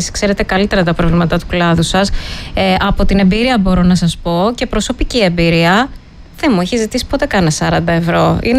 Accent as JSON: {"language": "Greek", "town": "Thessaloniki", "region": "Central Macedonia", "country": "Greece", "said": "Εγώ που είμαι Θεσσαλονικιά"}